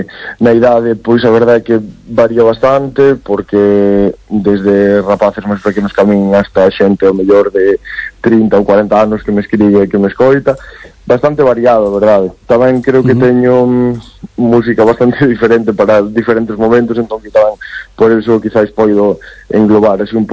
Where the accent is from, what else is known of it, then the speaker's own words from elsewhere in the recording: Galicia, Spain; Son galego, falo galego, a miña lingua é galego, e sí que é verdad que, pues, por exemplo, as miñas primeiras letras ou así si caran en castelán